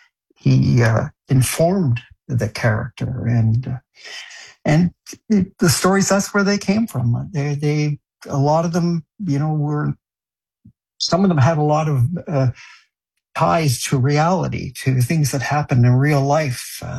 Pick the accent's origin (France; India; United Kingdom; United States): France; also born or lived in Ottawa, Canada; I think, you know, I grew up in France, and but I was born in Ottawa. And when we moved back to Canada, we had a place in the upper Ottawa.